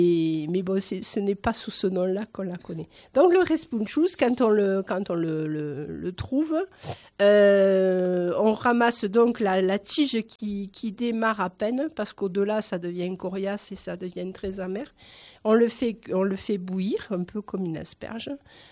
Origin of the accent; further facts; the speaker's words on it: Nîmes, Occitanie, France; born there; moi qui viens du midi, pas du midi moins le quart, je suis née à Nîmes pour tout vous dire.